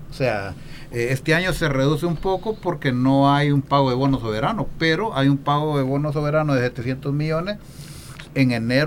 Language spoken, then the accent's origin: Spanish; Honduras; como los hondureños somos nobles en el pago de impuestos